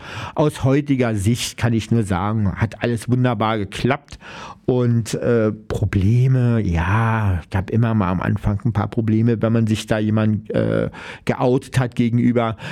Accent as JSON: {"language": "German", "region": "Berlin", "country": "Germany", "said": "da lebe ich jetzt hier in Ost-Berlin, ich bin ja Ossi"}